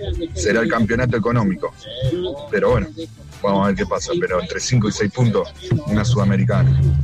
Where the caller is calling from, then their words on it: Lanús, Buenos Aires Province, Argentina; de Lanús, hincha de Huracán.